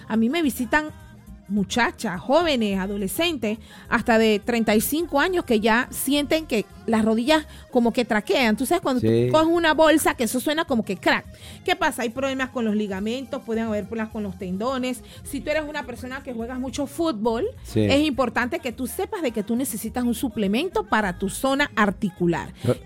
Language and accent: Spanish; Panama; yo tengo que ayudar a mi pueblo panameño.